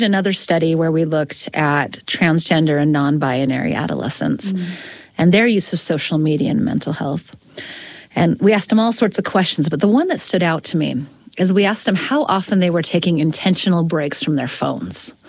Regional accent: Utah, United States; so I'm from Utah

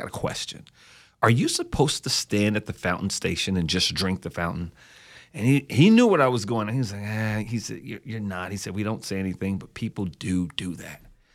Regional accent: Louisville, Kentucky, United States; I grew up in Louisville.

